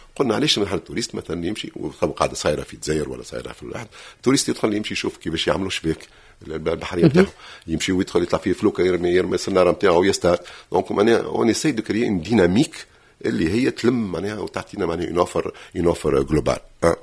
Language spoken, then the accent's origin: Arabic; Tunisia; عندنا في تونس